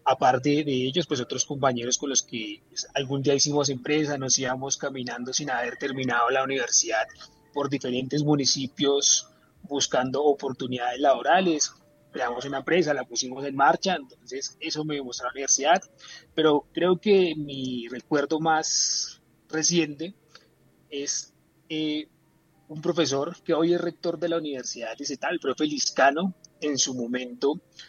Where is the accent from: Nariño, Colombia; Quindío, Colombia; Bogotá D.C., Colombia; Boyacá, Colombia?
Boyacá, Colombia; now in Bogotá, Colombia; yo no soy netamente bogotano, sí nací acá, pero mi crianza fue en un municipio de sexta categoría, un municipio boyacense